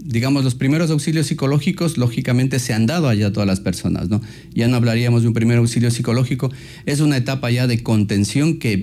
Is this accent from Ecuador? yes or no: yes; Ecuador; Entonces es como ecuatorianos, digamos, este es el mensaje a la sociedad de Santo Domingo